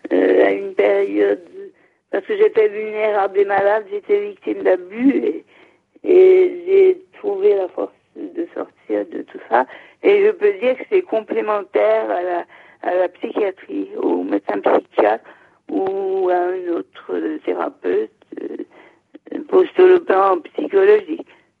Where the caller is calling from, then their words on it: Auvergne-Rhône-Alpes, France; Du Rhône.